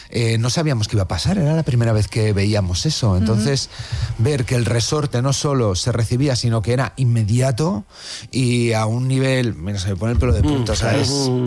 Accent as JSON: {"language": "Spanish", "town": "Valladolid", "region": "Castile and León", "country": "Spain"}